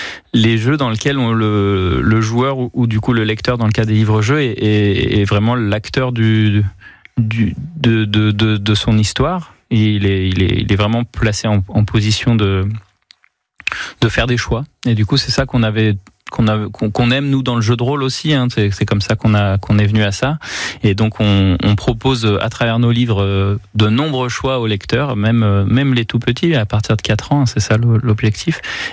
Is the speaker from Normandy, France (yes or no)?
no; Saint-Martin-d'Uriage, Auvergne-Rhône-Alpes, France; On vient de Saint-Martin-du-Riage et on a grandi ensemble, du coup, depuis la première section de maternelle là-bas.